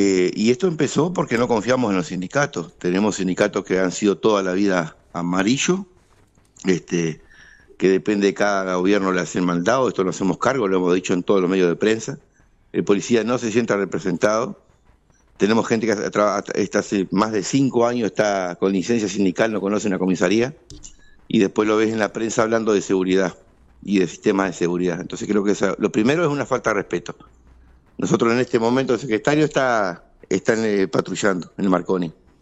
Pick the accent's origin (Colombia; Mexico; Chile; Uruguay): Uruguay; Cerro Chato; soy de Cerro Chato.